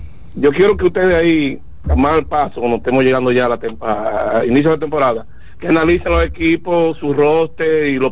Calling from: Santiago de los Caballeros, Santiago, Dominican Republic; Buenos días … de Santiago.

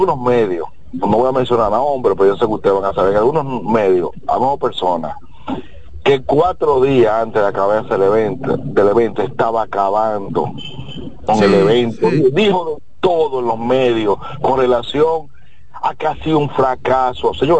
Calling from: Dominican Republic; yo mismo como dominicano

